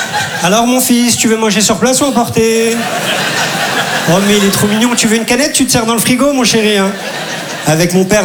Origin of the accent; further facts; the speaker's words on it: Turkey; Je dis à des gens que je suis Turc.